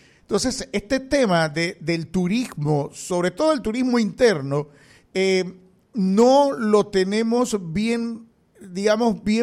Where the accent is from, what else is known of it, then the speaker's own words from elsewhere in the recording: Panama; nosotros mismos como panameños